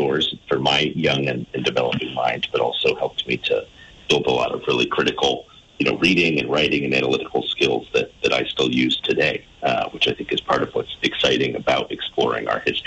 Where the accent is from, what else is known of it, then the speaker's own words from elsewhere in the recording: Putney, Vermont, United States; I grew up in Putney. There's an amazing Putney Historical Society.